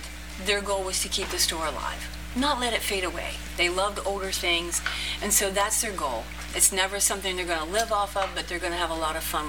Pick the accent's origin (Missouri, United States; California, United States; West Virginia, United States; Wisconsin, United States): West Virginia, United States; Harrisville; I was born and raised right here in Harrisville, West Virginia. Spent my whole life here till I got married and moved out partway from here, about 25 minutes.